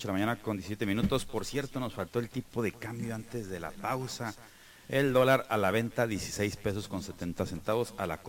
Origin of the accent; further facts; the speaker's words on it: Tijuana, Baja California, Mexico; Para quienes somos de Tijuana y conocemos aquel lado, ya sabemos dónde las 5 esquinas.